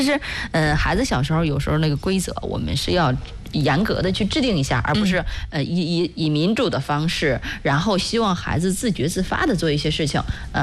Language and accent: Chinese; China